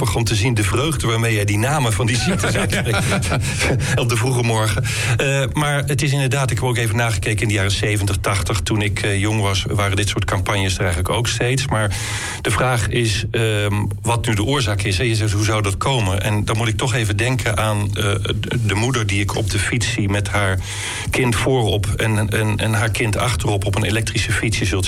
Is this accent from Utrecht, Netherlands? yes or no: no; Groningen, Netherlands; Maar ik voel zelf, ik ben ook Groninger, ik voel zelf niet per se de behoefte om in de rest van het land een ander imago te krijgen.